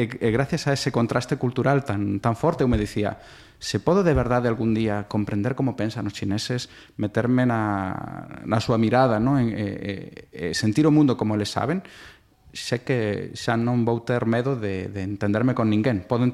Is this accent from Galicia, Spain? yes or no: no; Madrid, Community of Madrid, Spain; Galician is a second language; eu son novo falante galego, a mitad da miña familia é galega, pero a outra mitad é de Madrid, eu crecín en Madrid.